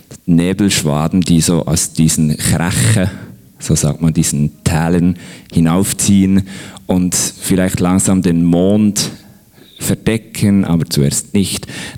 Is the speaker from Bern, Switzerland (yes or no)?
yes; Bern, Switzerland; moved away; ich komme ursprünglich aus dem Emmental. Das Emmental ist so sehr, sehr langgezogene Hügel, Wälder